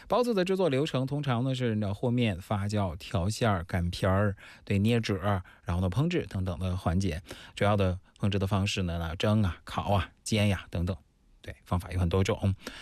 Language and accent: Chinese; Shandong, China; moved away; 至少呢在我的老家呢，山东沿海地区哈，